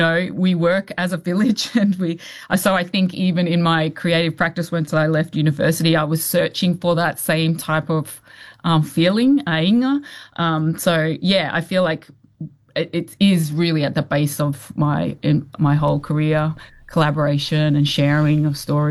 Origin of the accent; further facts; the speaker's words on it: Ipswich, Queensland, Australia; Well, I think I grew up in Ipswich outside of Brisbane in Australia. So I've actually, we came over in the late 70s, and so there weren't many other Samoan families around then.